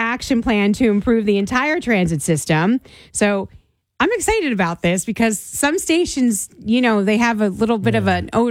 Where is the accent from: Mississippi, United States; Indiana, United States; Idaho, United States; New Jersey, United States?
New Jersey, United States; I'm Italian, and I grew up in New Jersey.